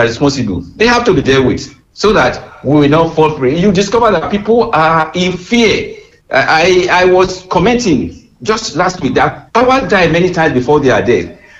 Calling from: Iwaro-Oka, Ondo, Nigeria; I'm calling from Iwaroka.

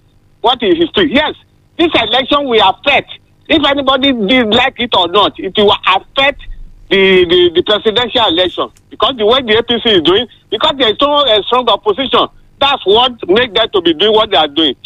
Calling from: Owo, Ondo, Nigeria; Good morning. … from Owo.

